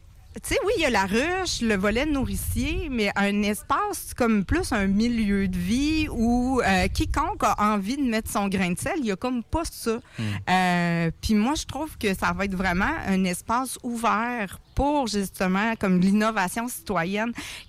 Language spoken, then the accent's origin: French; Quebec City, Quebec, Canada; quand je dis je viens de Vanier